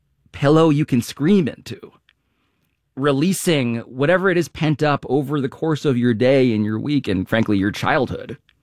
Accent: Philippines; I just sort of represented this new young person who is vaguely Asian, but also Mexican. I'm Filipino.

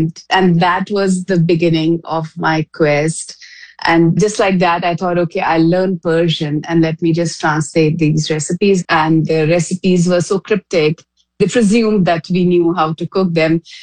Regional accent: Rampur, Uttar Pradesh, India; my hometown, Rampur, which is about 200 kilometers from Delhi.

